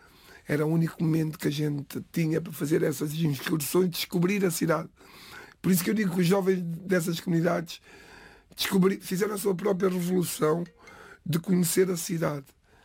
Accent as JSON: {"language": "Portuguese", "town": "Amadora", "region": "Lisbon", "country": "Portugal", "tie": "born there"}